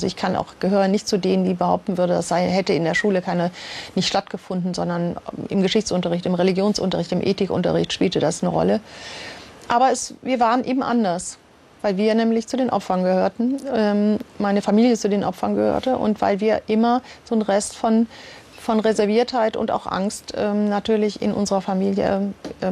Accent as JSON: {"language": "German", "region": "Rhineland-Palatinate", "country": "Germany", "tie": "born or raised there", "also_born_or_lived": "Amsterdam", "second_language": "German", "said": "unser neues Zuhause, das in einer Kleinstadt in nördlichen Rheinland-Pfalz war"}